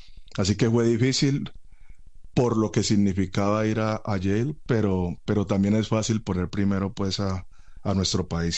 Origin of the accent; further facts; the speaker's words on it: Colombia; fui el único colombiano, fui el único latinoamericano seleccionado para este programa